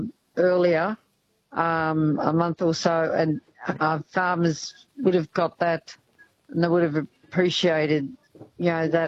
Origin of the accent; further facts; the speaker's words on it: Brisbane, Queensland, Australia; now in Swan Hill, Australia; from Brisbane, so I say hi to my brother up in Gingin.